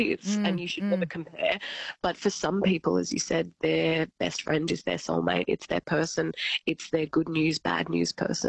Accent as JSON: {"language": "English", "town": "Albury", "region": "New South Wales", "country": "Australia", "said": "Albury, yes. And so they're just on the Wodonga side, the theatre."}